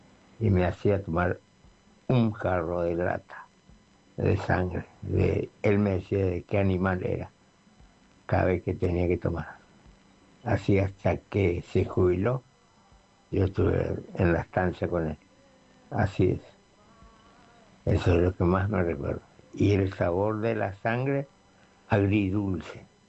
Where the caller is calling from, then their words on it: Clorinda, Formosa, Argentina; Buenas noches, Oscar. … de Clorinda. Es Formosa.